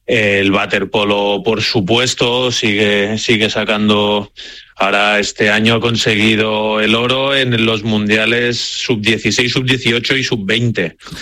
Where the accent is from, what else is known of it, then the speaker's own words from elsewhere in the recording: Spain; La verdad que yo soy español, iré con España